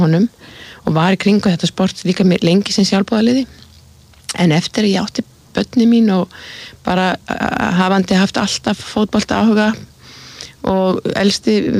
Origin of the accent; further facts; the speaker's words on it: Western Region, Iceland; ég uppalinn í Borgarfirði og á þrjú sískinni og foreldra